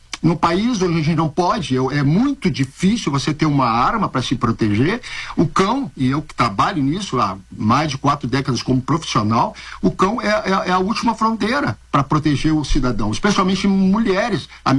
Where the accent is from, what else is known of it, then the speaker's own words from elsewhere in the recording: Porto Alegre, Rio Grande do Sul, Brazil; Eu sou de Porto Alegre, eu lembro de estar em debate na televisão lá e rádio com políticos